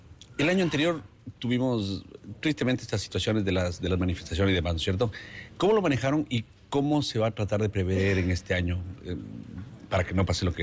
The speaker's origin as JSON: {"language": "Spanish", "country": "Ecuador", "said": "tú sabes que soy ecuatoriano"}